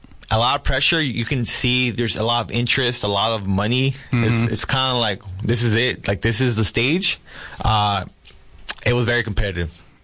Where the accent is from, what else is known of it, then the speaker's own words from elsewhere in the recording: California, United States; No, this is back when I was still growing up in California.